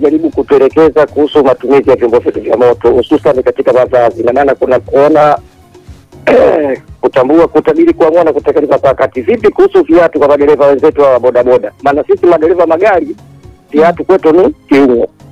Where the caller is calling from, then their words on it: Tanzania; mimi ni Mtanzania pekee ninayejivuna kwa Tanzania hii.